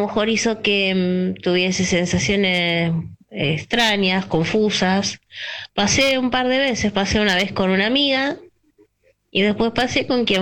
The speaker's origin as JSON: {"language": "Spanish", "region": "Buenos Aires", "country": "Argentina", "tie": "born or raised there", "said": "nací y viví hasta casi mi adolescencia en Palermo, en el barrio de Palermo, acá en Buenos Aires."}